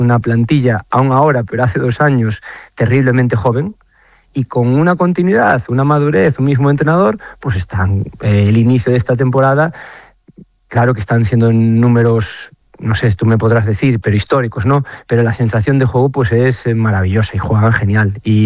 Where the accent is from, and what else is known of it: Galicia, Spain